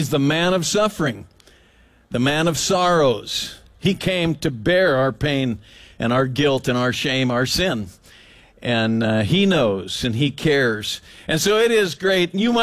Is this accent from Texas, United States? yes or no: no; Willamette Valley, Oregon, United States; I was born in Emmanuel Hospital, and I'm an Oregonian, and I love the beauty that we get to live in. I grew up in the Willamette Valley